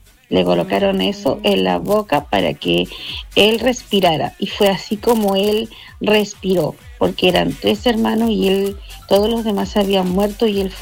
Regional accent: Calbuco, Los Lagos, Chile; born there; de Calbuco, la señora de Antonio.

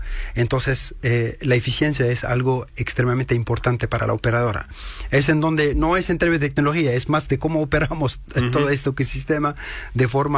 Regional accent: France; also born or lived in Lebanon / United States / Paraguay / Bolivia; Yo nací en el Líbano, y luego yo crecí en Francia, viví un poquito en los Estados Unidos, en Paraguay, en Bolivia, entonces, hijo del mundo.

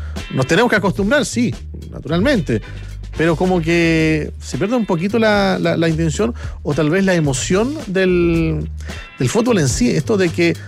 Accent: Chile

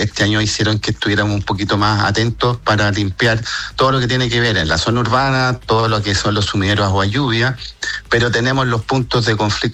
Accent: Los Andes, Valparaíso, Chile; crecí en los Andes cuando íbamos al colegio

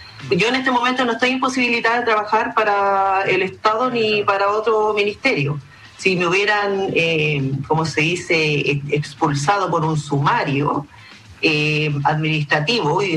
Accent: Rapa Nui, Valparaíso, Chile; eso lo sé yo, porque soy de Rapa Nui

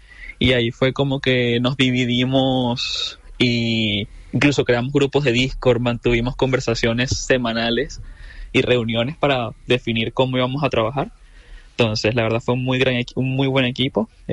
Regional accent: Venezuela; yo soy venezolano y tenía que tener el pasaporte

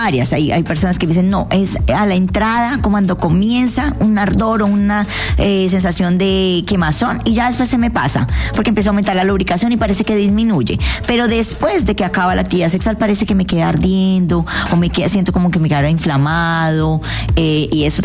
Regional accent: Colombia; Soy colombiana

